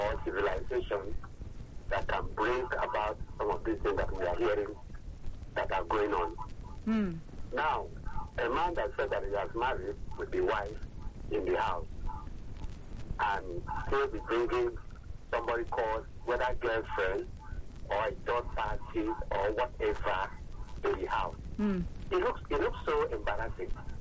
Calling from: Lagos, Nigeria; I'm calling you from Gbagada.

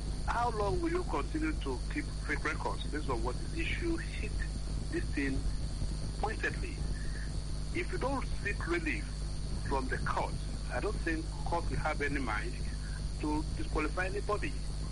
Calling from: Abuja, Federal Capital Territory, Nigeria

